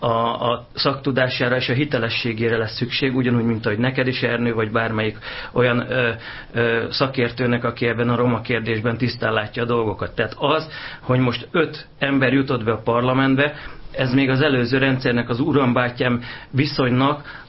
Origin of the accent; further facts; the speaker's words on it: Hungary; mink cigányok, jó magyarok vagyunk